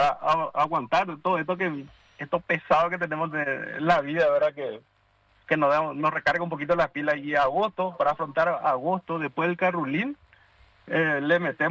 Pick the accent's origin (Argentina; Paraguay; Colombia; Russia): Paraguay; San Antonio, Central